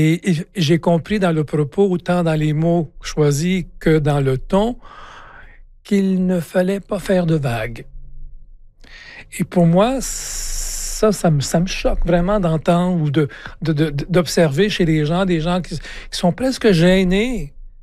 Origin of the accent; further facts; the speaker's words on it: Quebec, Canada; moi, en tant que Québécois qui a vécu les années 60, 70 au Québec